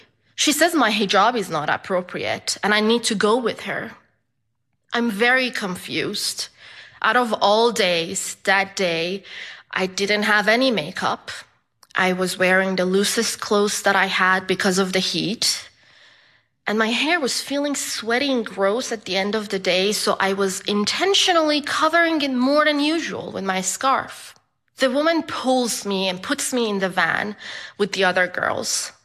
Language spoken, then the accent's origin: English; Iran; A 22-year-old girl in Iran, my home country, has been killed by the morality police because of inappropriate hijab.